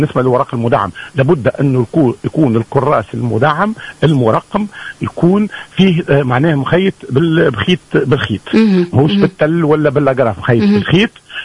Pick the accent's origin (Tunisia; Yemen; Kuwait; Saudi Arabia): Tunisia; احنا عندنا في تونس 9 مصانع